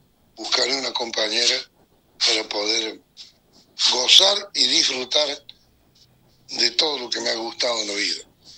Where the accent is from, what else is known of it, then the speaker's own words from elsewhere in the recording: Argentina; born there; ¡Que viva Argentina! Este país tan hermoso que me ha visto nacer y en él sin duda me voy a morir.